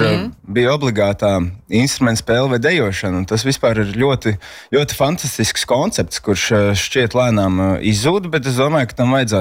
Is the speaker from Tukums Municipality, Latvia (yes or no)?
yes; Tukums, Tukums Municipality, Latvia; Nu, es esmu audzis tukumā. Esmu izmācījies fantastiskās tukuma skoliņās